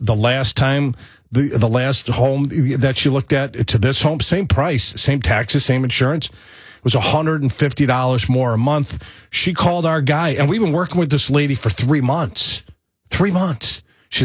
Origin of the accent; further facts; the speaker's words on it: New York, United States; born there; moved away; I was born in New York